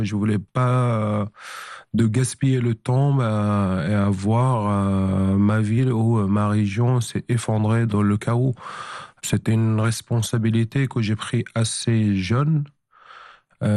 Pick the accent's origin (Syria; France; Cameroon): Syria; Hamouria, Rif Dimashq; moved away as an adult; dans ma ville natale, Hamouria.